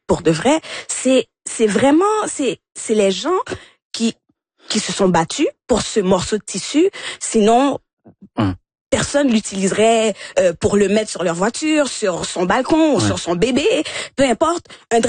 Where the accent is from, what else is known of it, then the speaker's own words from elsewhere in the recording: Haiti; also born or lived in Quebec; je suis haïtienne dans mes entrailles, puis il y a le Québec, mais je me dis, mais je fais partie du Québec